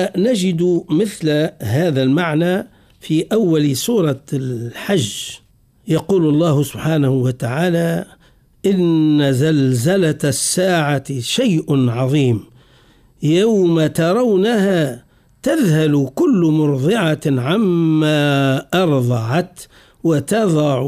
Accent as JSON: {"language": "Arabic", "country": "Tunisia", "said": "عندنا في تونس في بعض مناطقنا ينطقوا بالغين مرققة"}